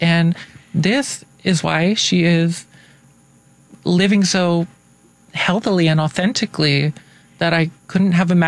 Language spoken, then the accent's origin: English; Athens, Tennessee, United States; moved away as an adult; now in Chicago, United States; I originally am from rural East Tennessee. Tiny little town called Athens.